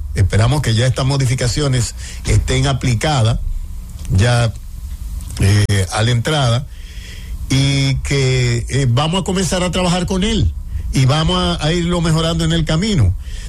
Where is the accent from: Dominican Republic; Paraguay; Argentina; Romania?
Dominican Republic; Azua; born there; moved away; mi familia es de la provincia de Azua, que nací en Azua, que tengo todavía gran parte de mi familia allí, y mi corazón y mis amigos, y soy azuano, igual que José Luis